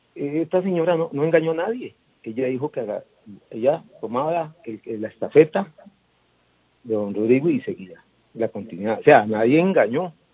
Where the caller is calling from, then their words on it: San José, Costa Rica; Aquí de San José, siempre.